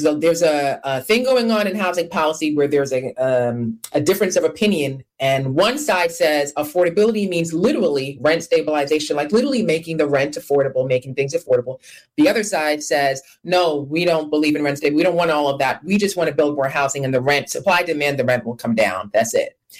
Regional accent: Brownsville, New York, United States; I didn't grow up with a silver spoon. I grew up in Brownsville, right? With most of the time with a single mother.

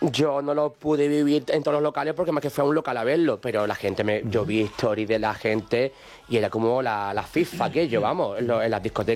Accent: Alcalá de los Gazules, Andalusia, Spain; pero yo vivía entonces aún en mi pueblo, en el Alcalde de los Gazules.

